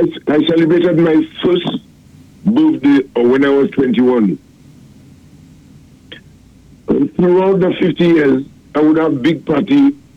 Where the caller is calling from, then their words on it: Montserrat; I am from Mount Serpent.